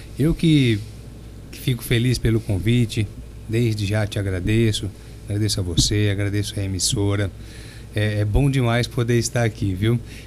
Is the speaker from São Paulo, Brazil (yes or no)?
yes; Monte Alto, São Paulo, Brazil; nascido e criado em Monte Alto